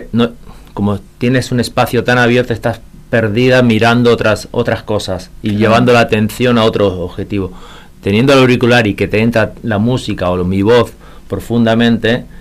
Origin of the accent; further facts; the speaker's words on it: Posadas, Misiones, Argentina; also born or lived in Barcelona, Spain; Bueno, soy español, nacido en español, pero en España, Barcelona. Pero de pequeño mis padres hicieron una aventura y con 8 años viví 11 años aquí en Posada.